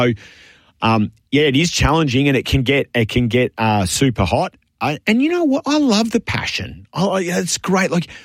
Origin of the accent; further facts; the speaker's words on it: Canberra, Australian Capital Territory, Australia; I didn't grow up in Melbourne. I was born and raised in Canberra